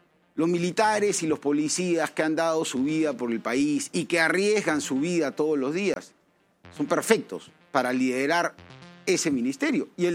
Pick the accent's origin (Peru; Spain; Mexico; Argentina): Peru; desde antes del 28 de julio, que todos los peruanos queríamos un cambio.